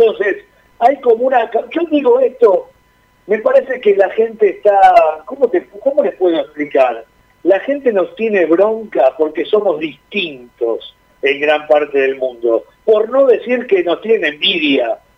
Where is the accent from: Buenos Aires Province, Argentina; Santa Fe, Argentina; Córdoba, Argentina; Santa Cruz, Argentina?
Buenos Aires Province, Argentina; San Martín; now in Partido de la Costa, Argentina; casi de mi pueblo, porque es mi pueblo cercano, de San Martín